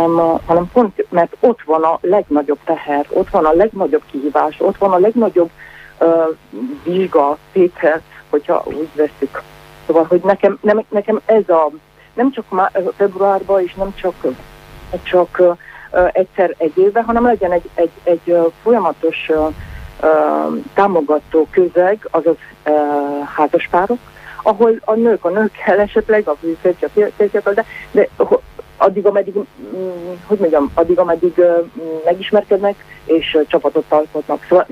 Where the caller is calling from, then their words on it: Romania; Hungarian is a second language; Én nem vagyok magyar, szóval én román vagyok